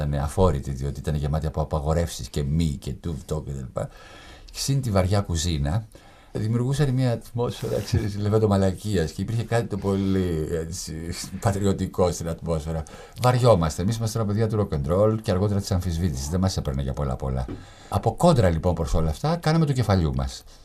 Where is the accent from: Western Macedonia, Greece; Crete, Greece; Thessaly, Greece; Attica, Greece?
Attica, Greece; Piraeus; γεννήθηκα και μεγάλωσα στην πόλη που κάθε Θεσσαλονικιός που κατεβαίνει στην Αθήνα, όταν του πω ότι πάμε μια βόλτα στον Πειραιά, πετάει τη σκούφια του στον αέρα από χαρά.